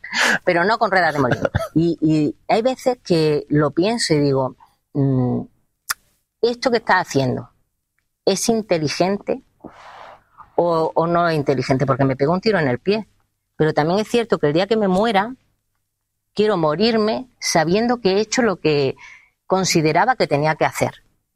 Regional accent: Castilla-La Mancha, Spain; Claro, veníamos de La Mancha, y mi madre dijo, ¡ay, qué traje!

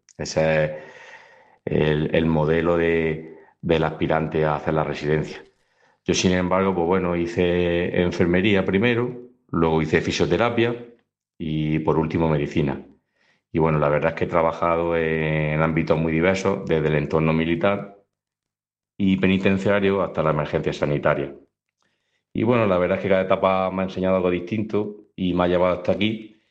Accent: Jaén, Andalusia, Spain; moved away; also born or lived in Córdoba / Almería; Yo tengo 47 años, nací en Córdoba y me crié en Jaén. Aunque bueno, he vivido también parte de mi vida en Almería.

